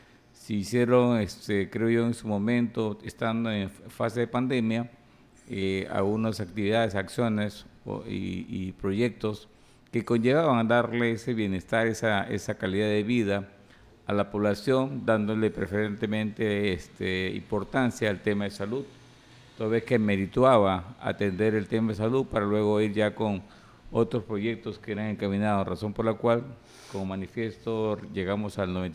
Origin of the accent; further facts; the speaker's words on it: Tumán, Lambayeque, Peru; moved away as an adult; yo soy natural de Tumán. Pasé toda mi primaria y secundaria en los centros educativos 11, 5, 16 y de Tupac Amaru